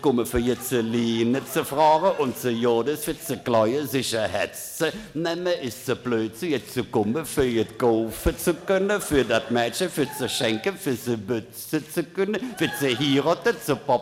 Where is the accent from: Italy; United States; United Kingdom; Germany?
Italy; Trentino-Alto Adige; Da sage ich, entschuldigen Sie, ich bin kein Bayer, ich komme aus Südtirol.